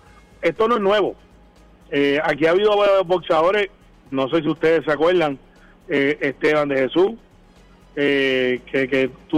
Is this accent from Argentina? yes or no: no; Guaynabo, Puerto Rico; Yo soy de Guaynabo